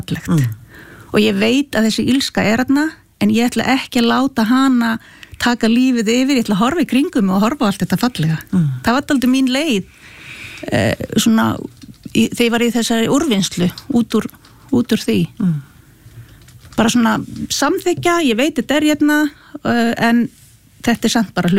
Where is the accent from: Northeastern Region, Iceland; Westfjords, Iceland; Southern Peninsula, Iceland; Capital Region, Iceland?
Northeastern Region, Iceland; Akureyri; Og við erum alveg upp á Akureyri